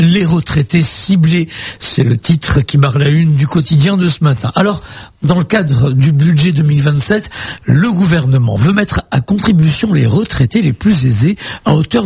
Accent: Réunion; notamment chez nous à La Réunion.

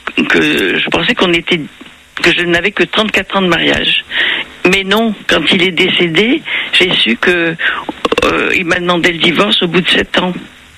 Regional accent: Madagascar; born there; Je suis née à Madagascar. Mmh. Hein, je vais vous dire, je suis née à Madagascar, mais de parents mauriciens.

